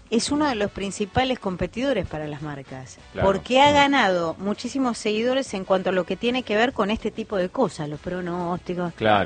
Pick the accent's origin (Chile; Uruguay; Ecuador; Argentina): Argentina; que somos nosotros los argentinos